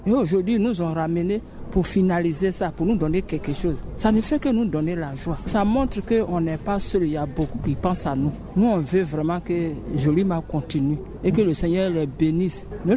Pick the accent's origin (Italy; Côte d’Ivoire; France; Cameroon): Côte d’Ivoire; Daloa, Sassandra-Marahoué; Je suis de Daloa.